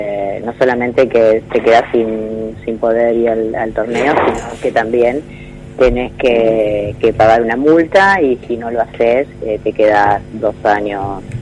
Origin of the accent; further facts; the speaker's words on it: Santo Tomé, Santa Fe, Argentina; soy de Santo Tomé, Santa Fe.